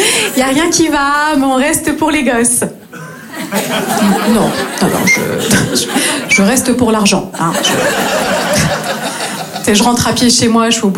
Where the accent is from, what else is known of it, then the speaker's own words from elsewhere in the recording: Grand Est, France; now in Marseille, France; Je viens du nord-est de la France. Et je me suis installée ici à Marseille il y a tout juste 3 ans et demi.